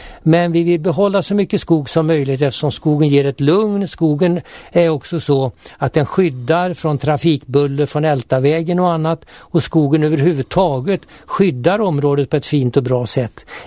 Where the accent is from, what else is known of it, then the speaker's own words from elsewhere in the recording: Älta, Stockholm County, Sweden; den ligger mig speciellt varmt om hjärtat eftersom jag kommer från Älta och är väldigt mycket ute i Älta Mosse.